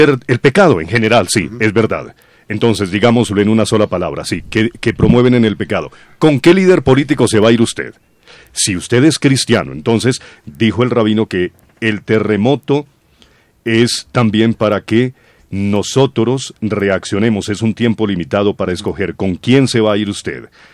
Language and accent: Spanish; Colombia; Uno, como colombiano, nosotros los colombianos